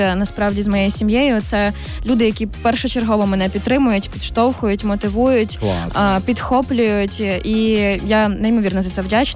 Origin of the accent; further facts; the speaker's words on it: Netishyn, Khmelnytskyi Oblast, Ukraine; я хмельничанка